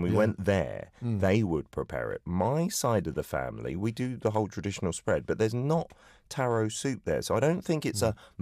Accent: United Kingdom; now in South Korea; me as a Brit

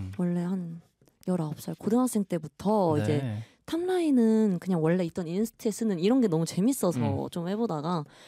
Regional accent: Gyeonggi Province, South Korea; 경기도입니다.

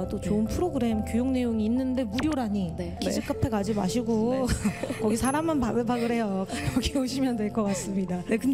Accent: Seosan, South Chungcheong, South Korea; 제 고향이 충남 서산인데 홍성에 이렇게 여러분들을 만나러 왔습니다.

